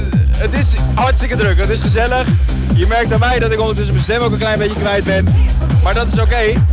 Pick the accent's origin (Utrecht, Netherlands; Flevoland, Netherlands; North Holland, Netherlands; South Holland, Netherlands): North Holland, Netherlands; Spaarndam; Ik kom uit Haarlem hier om de hoek.